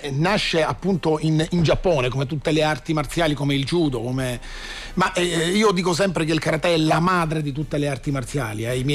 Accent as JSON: {"language": "Italian", "town": "Palermo", "region": "Sicily", "country": "Italy", "tie": "born or raised there", "moved": "yes", "lives_now": "Rome, Italy", "said": "quando ero piccolino io andavo in giro per Palermo, perché sono di Palermo, anche se vivo a Roma da parecchio tempo"}